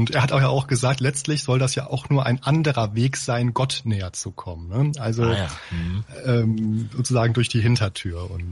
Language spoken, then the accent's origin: German; Osnabrück, Lower Saxony, Germany; ich komme aus Osnabrück